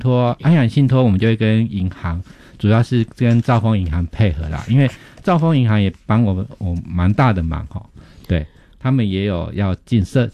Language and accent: Chinese; Taiwan